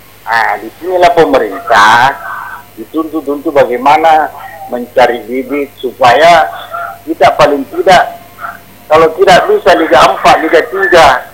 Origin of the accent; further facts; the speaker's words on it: Parepare, South Sulawesi, Indonesia; kita sebagai orang Pare-Pare